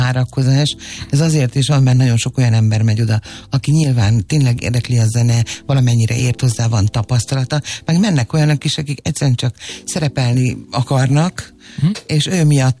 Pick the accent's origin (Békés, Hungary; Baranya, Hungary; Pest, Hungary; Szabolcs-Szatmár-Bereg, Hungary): Pest, Hungary; Cegléd; Ceglédi vagyok.